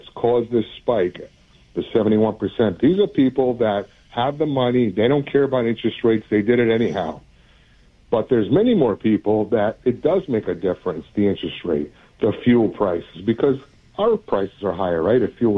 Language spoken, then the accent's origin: English; New York, United States; You know, it's bittersweet for me. I'm a New Yorker, right? And, you know, we still own property up there, so it's bittersweet.